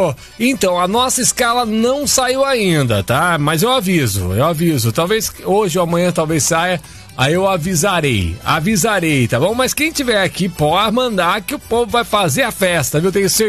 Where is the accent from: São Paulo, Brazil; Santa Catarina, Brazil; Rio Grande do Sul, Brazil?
São Paulo, Brazil; Bariri; Bom dia, sou de Bariri